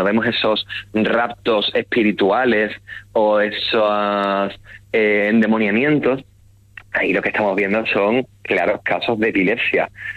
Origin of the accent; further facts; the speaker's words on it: Andalusia, Spain; en mi tierra, en Andalucía